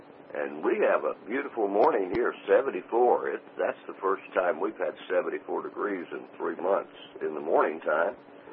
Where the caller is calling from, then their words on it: Mobile, Alabama, United States; I'm located in Mobile, Alabama